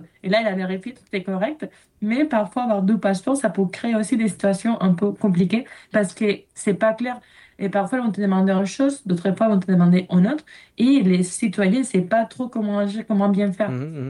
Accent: Italy; Oui, je suis italienne, mais pour les autres, j'ai pas passé.

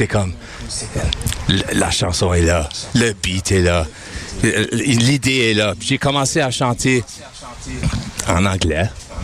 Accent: Winnipeg, Manitoba, Canada; On est des Winnipegois, hein?

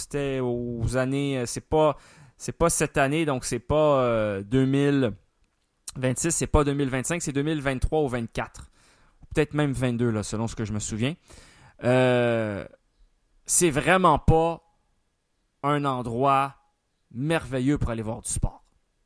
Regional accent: Montreal, Quebec, Canada; On avait enfin ça chez nous à Montréal.

